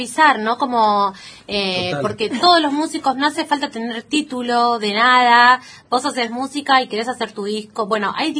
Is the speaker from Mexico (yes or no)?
no; Bahía Blanca, Buenos Aires Province, Argentina; moved away as an adult; now in Buenos Aires, Argentina; yo soy de Bahía Blanca, y me fui a estudiar a Buenos Aires, y quedé en Buenos Aires